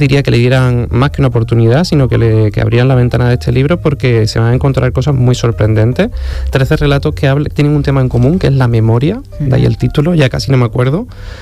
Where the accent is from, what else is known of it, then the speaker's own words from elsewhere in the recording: Huelva, Andalusia, Spain; yo creo que muchos andaluces, sobre todo los que somos fronterizos, ya sea que yo soy de Huelva, tenemos una pasión portuguesa inevitable, ¿no?